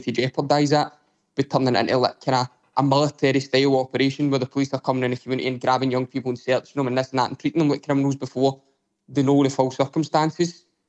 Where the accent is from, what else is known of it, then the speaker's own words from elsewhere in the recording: Glasgow, Scotland, United Kingdom; I've been a young person in the communities myself growing up in East End of Glasgow